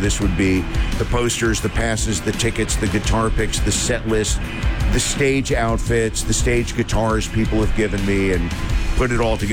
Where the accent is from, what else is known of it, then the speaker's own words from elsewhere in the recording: New Jersey, United States; Again, growing up in Central Jersey, we got all the New York and all the Philly and all the Jersey radio and TV.